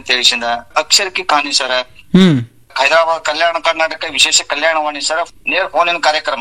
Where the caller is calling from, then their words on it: Arjunagi, Karnataka, India; Afzalpur ತಾಲೂಕ ಅರ್ಜುನಿಗೆ ಕುಗ್ರಾಮ್ sir.